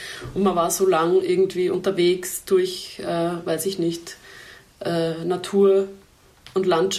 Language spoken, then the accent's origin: German; Vienna, Austria; ganz am Rand von Wien, über der Donau, wo für meine Verhältnisse als Wienerin schon sehr viel Natur.